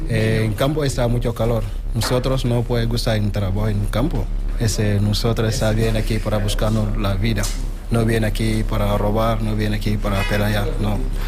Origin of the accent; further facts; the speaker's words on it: Senegal; Spanish is a second language; now in Spain; Yo soy de Senegal, sí.